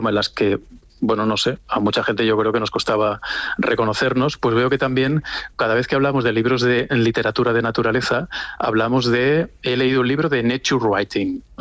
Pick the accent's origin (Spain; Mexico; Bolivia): Spain; Extremadura